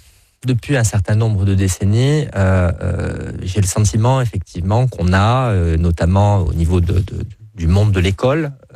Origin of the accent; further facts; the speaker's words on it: France; en tant que Français, qui n'est donc pas directement concerné